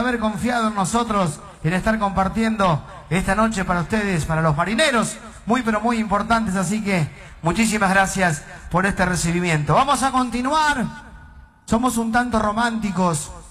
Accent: San Genaro, Santa Fe, Argentina; soy de San Genaro, Santa Fe

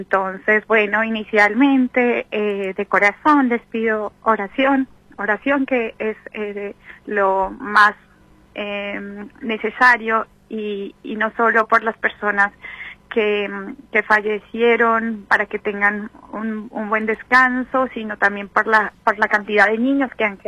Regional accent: Colombia; now in Argentina; La verdad, yo amo Argentina como mi segunda patria, estoy acá hace muchísimos años, pero bueno, me afectó muchísimo porque soy colombiana también.

